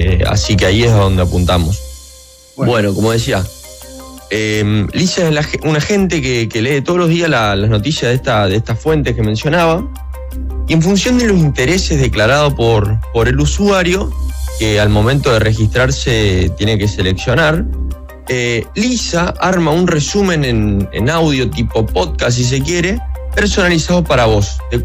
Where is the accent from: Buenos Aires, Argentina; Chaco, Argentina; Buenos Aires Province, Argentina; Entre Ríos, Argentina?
Chaco, Argentina; Yo soy de Chaco.